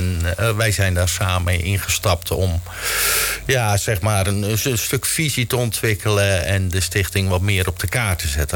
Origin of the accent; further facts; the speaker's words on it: Sommelsdijk, South Holland, Netherlands; Ik kom uit Middelharnis.